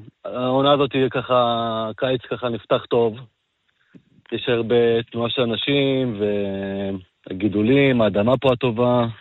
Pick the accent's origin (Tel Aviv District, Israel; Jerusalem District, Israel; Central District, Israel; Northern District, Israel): Tel Aviv District, Israel; Tel Aviv; moved away as an adult; now in Ein Ya'akov, Israel; אני בכלל בא מהעיר הגדולה, מתל אביב